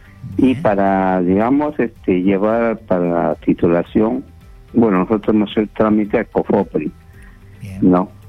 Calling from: Chiclayo, Lambayeque, Peru; Me estoy llamando de Quechiclayo.

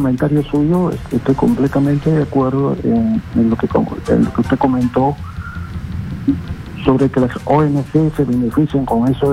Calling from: Lima, Peru; De aquí, de Lima.

